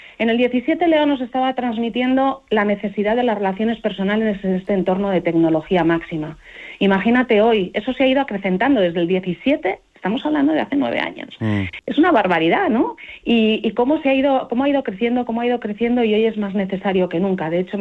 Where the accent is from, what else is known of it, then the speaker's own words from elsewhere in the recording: Valladolid, Castile and León, Spain; Valladolid, de donde soy yo, es mi tierra de origen